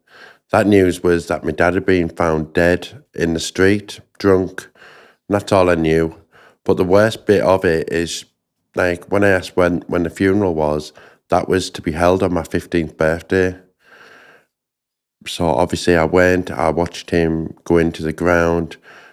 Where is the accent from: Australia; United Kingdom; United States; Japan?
United Kingdom; Hartlepool, North East England; I was born and raised in Hartlepool. I was one of four siblings.